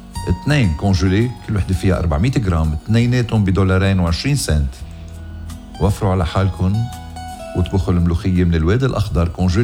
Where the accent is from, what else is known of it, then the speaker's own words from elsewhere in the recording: Ghazir, Keserwan-Jbeil, Lebanon; اليوم بضيعتي الحلوة غزير رح يزورنا وزير الزراعة الدكتور نزار هاني. أهلا وسهلا فيك بغزير كسروان